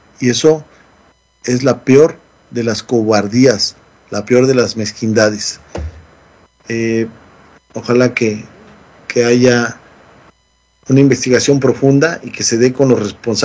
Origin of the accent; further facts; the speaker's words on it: Yautepec, Morelos, Mexico; moved away; el municipio de donde yo soy originario, que la cabecera municipal es Yautepec, Morelos